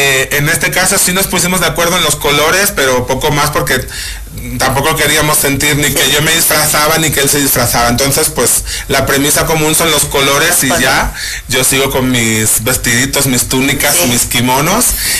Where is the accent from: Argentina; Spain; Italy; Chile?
Spain; now in Mexico